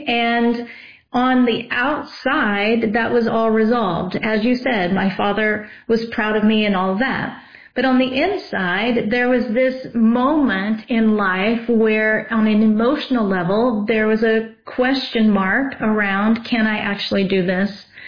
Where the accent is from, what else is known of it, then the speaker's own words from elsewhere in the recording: Texas, United States; I grew up in Texas and he found it.